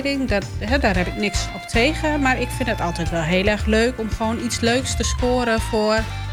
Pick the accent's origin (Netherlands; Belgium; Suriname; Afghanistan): Netherlands; Musselkanaal, Groningen; also born or lived in Stadskanaal; Ik kom uit Musselkanaal in plaats van Stadskanaal.